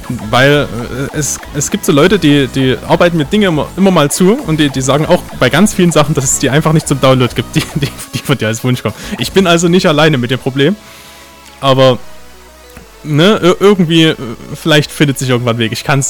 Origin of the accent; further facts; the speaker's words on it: East Germany, Germany; Ist schwierig als Ostdeutscher auszusprechen.